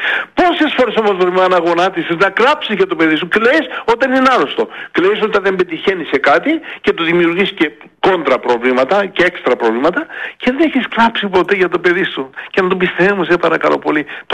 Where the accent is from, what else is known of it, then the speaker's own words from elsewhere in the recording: Greece; θα επιστρέφουμε πίσω στην Ελλάδα.